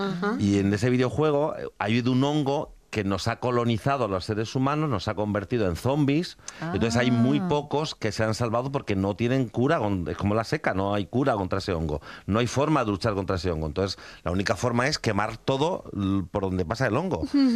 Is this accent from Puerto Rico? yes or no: no; Extremadura, Spain; Es un poco la mejor representación de lo que somos los extremeños, ¿no? Aquí en el suroeste.